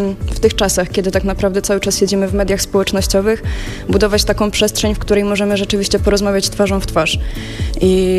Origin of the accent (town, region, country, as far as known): Jelenia Góra, Lower Silesian Voivodeship, Poland; born there